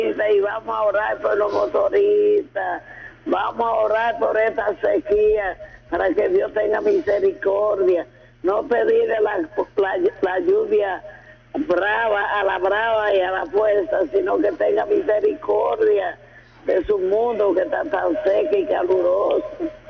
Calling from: Navarrete, Santiago, Dominican Republic; Para mi pueblo Navarrete

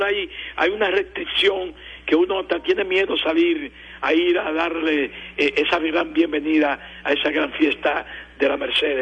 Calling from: La Vega, Dominican Republic; nosotros como dominicanos

